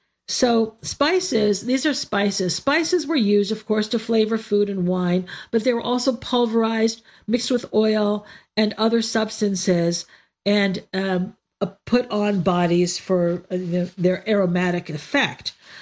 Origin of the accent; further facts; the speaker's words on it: United States; I grew up in the United States.